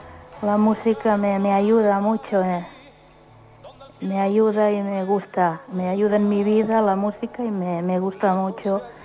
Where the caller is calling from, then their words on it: Tarragona, Catalonia, Spain; desde aquí de Tarragona.